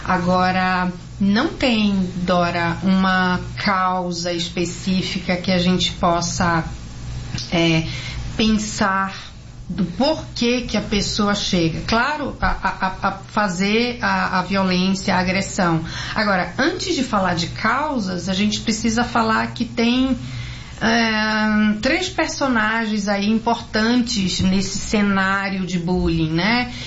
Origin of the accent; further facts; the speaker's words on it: Belém, Pará, Brazil; moved away as an adult; now in São Paulo, Brazil; sou casada, sou mãe de dois, né? De um casal de 17 e 22 anos, sou de Belém do Pará, estou aqui há muitos anos, me formei.